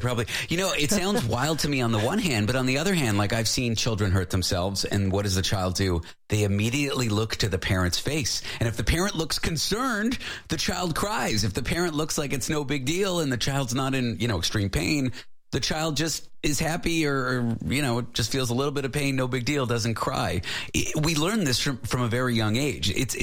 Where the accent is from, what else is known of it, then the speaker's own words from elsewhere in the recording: Canada; now in United States; No, I live in the U.S. I'm Canadian.